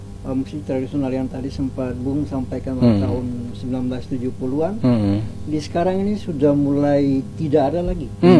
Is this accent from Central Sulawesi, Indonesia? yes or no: no; Maluku, Indonesia; Musik yang menjadi identitas kita, bah itulah musik kita orang Maluku.